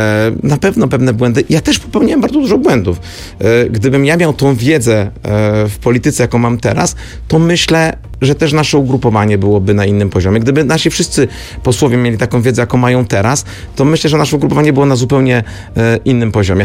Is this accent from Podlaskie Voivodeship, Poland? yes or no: no; Kraków, Lesser Poland, Poland